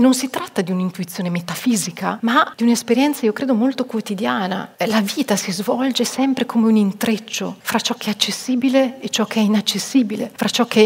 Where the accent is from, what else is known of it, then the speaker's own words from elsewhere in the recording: Vienna, Austria; vengo da Vienna